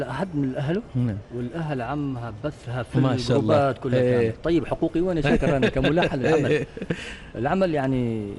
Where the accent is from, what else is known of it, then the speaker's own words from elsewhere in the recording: Oman; انا عماني وعمان بحبها عماني.